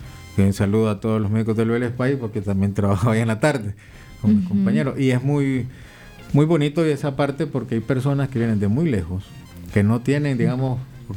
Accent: Nicaragua; Pues yo sé que como nicaragüense tenemos una dieta muy rica en ácido graso.

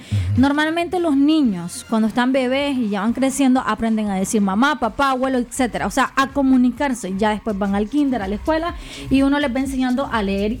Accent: Nicaragua; Como nicaragüense, lo digo como nicaragüense, sí, estamos acostumbrados a inscribirnos, sentarnos en un pupitre, que el profesor llegue y nos ponga una tarea.

